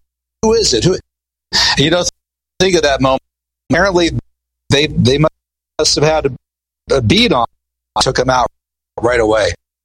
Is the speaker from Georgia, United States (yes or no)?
no; Butler, Pennsylvania, United States; I'm actually from Butler, Pennsylvania.